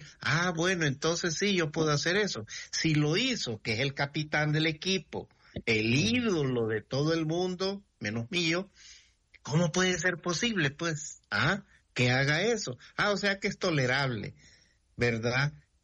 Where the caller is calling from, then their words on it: El Salvador; nosotros como salvadoreños que somos